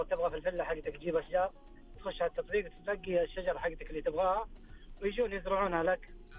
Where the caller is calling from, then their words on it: Jeddah, Makkah Province, Saudi Arabia; من جده حبيبي.